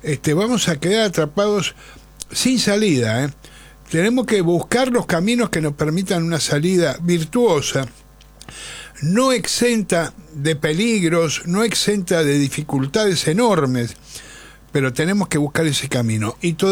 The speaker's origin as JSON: {"language": "Spanish", "region": "Buenos Aires", "country": "Argentina", "said": "Oh, Montserrat, mi barrio"}